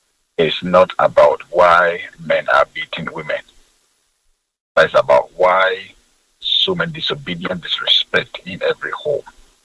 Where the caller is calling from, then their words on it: Accra, Greater Accra, Ghana; I'm calling from East Legon.